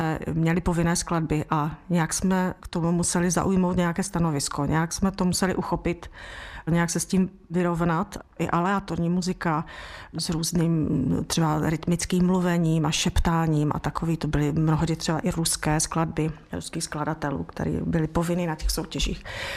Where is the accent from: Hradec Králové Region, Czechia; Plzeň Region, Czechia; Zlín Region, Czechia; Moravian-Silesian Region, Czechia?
Moravian-Silesian Region, Czechia; Karviná; já jsem z Hornického kraje, z Karviné